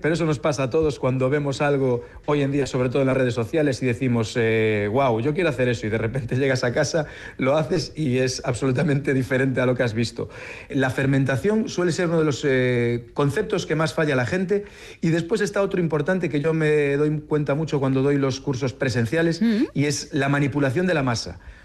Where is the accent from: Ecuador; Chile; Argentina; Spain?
Spain; Galicia; accent: Galician; yo evidentemente ya no me puedo esconder con mi acento, de dónde vengo, de dónde soy, y tenía que haber esa parte gallega